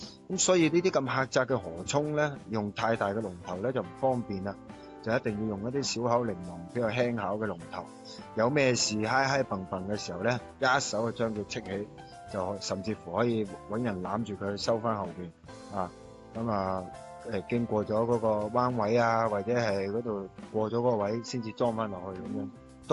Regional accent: Guangdong, China; 我哋廣府人

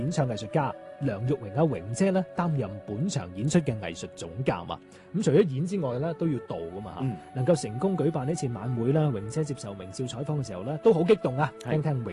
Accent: Guangdong, China; 珠玑古巷咧就係我哋廣府人由中原落嚟之後入到嶺南第一處經過嘅地方

